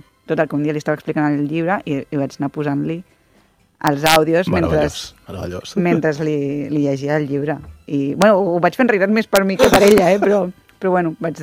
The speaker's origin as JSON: {"language": "Catalan", "town": "Barcelona", "region": "Catalonia", "country": "Spain", "lives_now": "Piera, Spain", "said": "soc del Raval de Barcelona i com que ja fa uns anys que visc a Piera"}